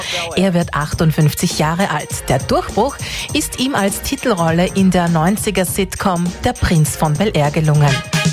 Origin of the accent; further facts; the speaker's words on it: Austria; Bei uns in Österreich ist es ein Riesenhit geworden, sogar 6 Wochen auf Platz 1.